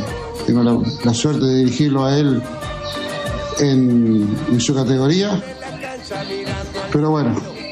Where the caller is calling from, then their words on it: Lincoln, Buenos Aires Province, Argentina; de Lincoln